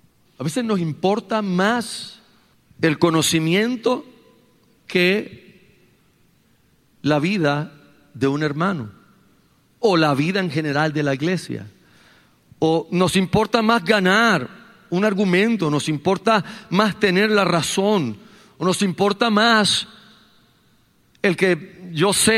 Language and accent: Spanish; Carolina, Puerto Rico; cuando yo me crié en Carolina